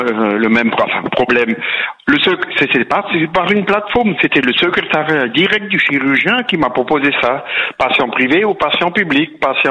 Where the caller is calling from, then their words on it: Illzach, Grand Est, France; D'Ilzac, à côté de Mulhouse.